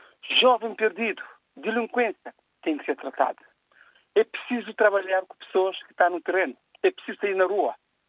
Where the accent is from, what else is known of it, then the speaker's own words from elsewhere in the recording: Praia, Santiago, Cape Verde; Várzea, onde eu nasci, cresci